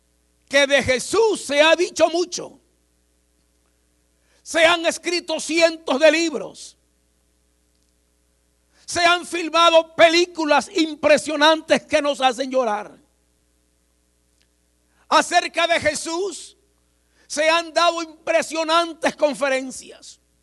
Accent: Nicaragua; born there; En el país donde yo nací, hubo una revolución, hubo una guerra, donde murieron 50 mil personas. Para un país pequeño en población, grande en territorio, pero pequeño en población

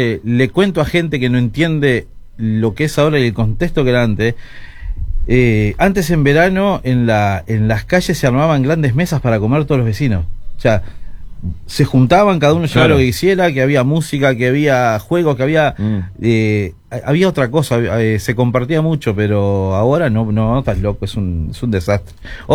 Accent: Montevideo, Uruguay; moved away as an adult; yo soy del cerro, de Casabón, mejor.

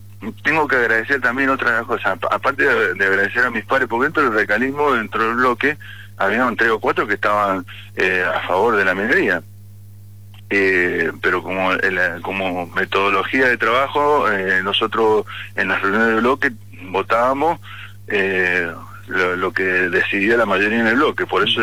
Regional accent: Mendoza, Argentina

